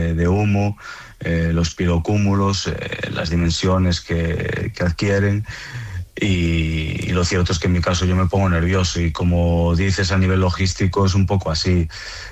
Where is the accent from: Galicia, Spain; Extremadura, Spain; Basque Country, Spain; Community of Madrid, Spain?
Galicia, Spain; Es un tema estructural en mi tierra, en Galicia, muy relacionado con la despoblación